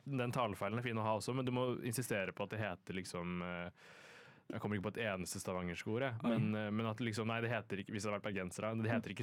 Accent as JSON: {"language": "Norwegian", "town": "Nesodden", "region": "Akershus", "country": "Norway", "said": "jeg er fra Nesodden"}